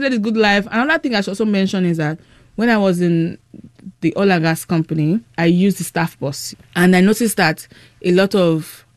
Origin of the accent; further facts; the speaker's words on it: Ibadan, Oyo, Nigeria; Like, I grew up in Ibadan. I wasn't used to that hard life, but I had to, you know, use that mode of transportation if I wanted to get from point A to point B.